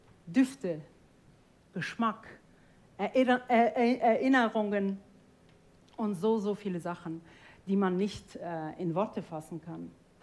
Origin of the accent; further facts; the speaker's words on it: Tajikistan; first language Tajik; German is a second language; moved away; Dari, Tadschikisch. Das sind drei verschiedene Ethnolekte des Persischen und Russisch, weil ich in Tadschikistan geboren und aufgewachsen bin.